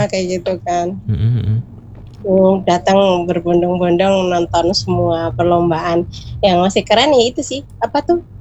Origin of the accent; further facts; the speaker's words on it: Cilacap, Central Java, Indonesia; moved away; saya kan aslinya Cilacap gitu ya.